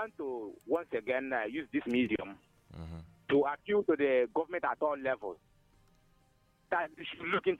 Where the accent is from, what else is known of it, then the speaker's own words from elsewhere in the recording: Nigeria; I'm picking you from my hometown here in the Komore Zekon Autonomous Community.